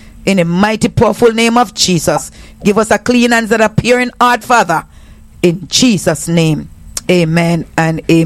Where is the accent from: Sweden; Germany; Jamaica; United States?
Jamaica; because me a Jamaican, we flag pretty.